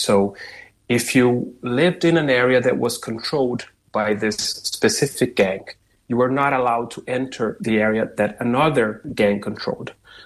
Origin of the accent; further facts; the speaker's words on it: Brazil; English is a second language; Yeah, well, growing up in Brazil, we're kind of used to gang violence.